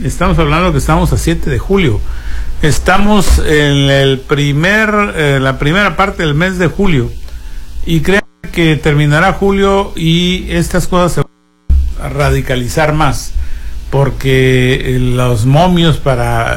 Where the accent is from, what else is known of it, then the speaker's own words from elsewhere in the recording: Mexico; Yo no soy patriotero, no soy fanático, sí soy mexicano